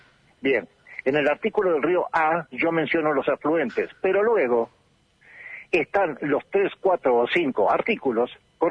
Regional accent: Bahía Blanca, Buenos Aires Province, Argentina; now in Patagonia, Argentina; Soy patagónico por adopción, llegué en el año 78 de Bahía Blanc

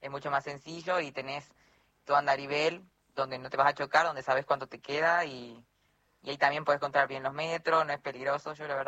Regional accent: Salta, Argentina; now in Buenos Aires, Argentina; De Salta, Salta Capital.

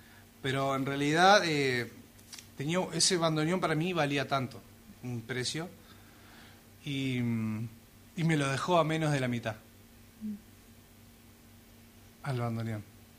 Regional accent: Argentina

